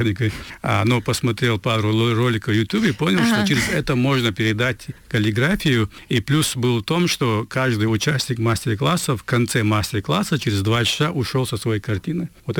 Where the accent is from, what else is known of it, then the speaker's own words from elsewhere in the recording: Chechnya, Russia; я, как каллиграф из Чечни